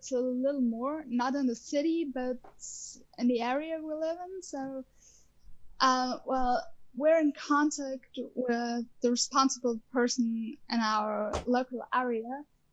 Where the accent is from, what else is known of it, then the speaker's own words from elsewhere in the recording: Austria; I'm coming from Austria.